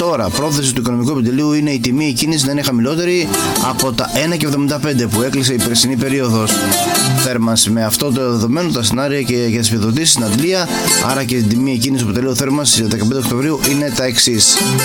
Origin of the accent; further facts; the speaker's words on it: Crete, Greece; Στα μέρη μας σήμερα, στα Ανατολική Κρήτη, θα βρεθεί και ο κύριος Τσίπρας.